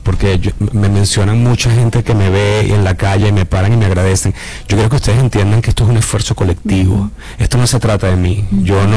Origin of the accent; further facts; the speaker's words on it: Venezuela; nosotros como venezolanos